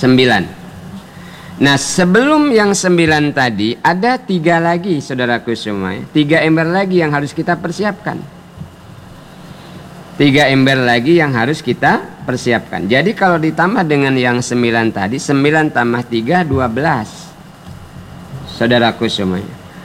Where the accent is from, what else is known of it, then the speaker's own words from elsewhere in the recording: Bangka Belitung Islands, Indonesia; Kalau kata kita orang Bangka, bedarup.